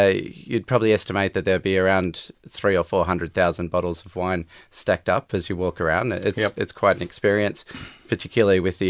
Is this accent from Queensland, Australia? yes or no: no; Ararat, Victoria, Australia; I grew up in Ararat.